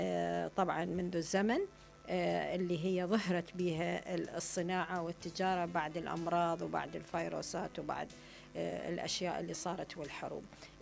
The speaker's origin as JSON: {"language": "Arabic", "country": "Iraq", "accent": "Iraqi", "said": "احنا نقول عليه البطوط بلهجتنا العراقية"}